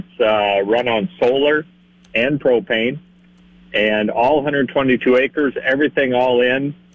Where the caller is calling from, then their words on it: Parkston, South Dakota, United States; from Parkston.